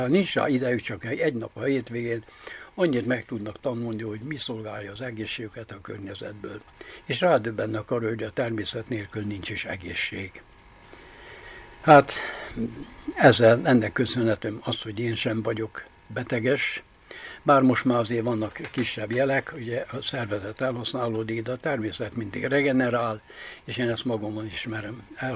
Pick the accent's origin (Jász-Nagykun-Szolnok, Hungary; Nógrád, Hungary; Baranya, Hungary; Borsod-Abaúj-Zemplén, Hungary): Baranya, Hungary; born or raised there